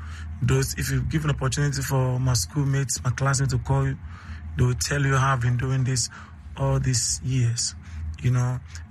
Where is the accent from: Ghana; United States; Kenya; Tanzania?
Ghana; Greater Accra; I'm a son of the soil of this land. I'm Ghanaian. I come from Greater Accra here.